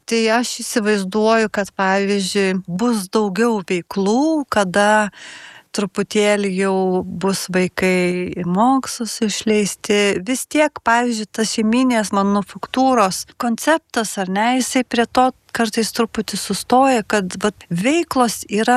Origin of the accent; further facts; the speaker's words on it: Samogitia, Lithuania; accent: Samogitian; now in Zarasai, Lithuania; Aš pati esu Žemaitijos